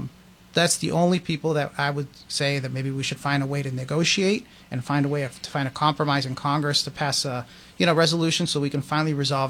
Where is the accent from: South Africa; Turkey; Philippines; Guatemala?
Guatemala; now in United States; I mean, my family and I came here from Guatemala. We waited over 20 years to become citizens.